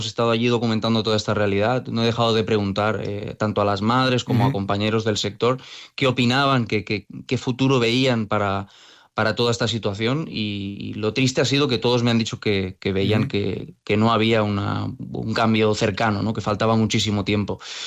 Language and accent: Spanish; Spain; now in Mexico; Como dices, es verdad que en otros países, yo personalmente que soy de España, creo que aquí sería una noticia nacional